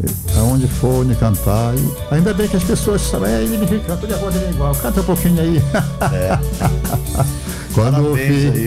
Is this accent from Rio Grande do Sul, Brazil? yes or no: no; Monte Alegre, Pará, Brazil; also born or lived in Vila São Militão / Almeirim; Então fomos embora pra Monte Alegre, né? Fui criado em Monte Alegre, desci lá.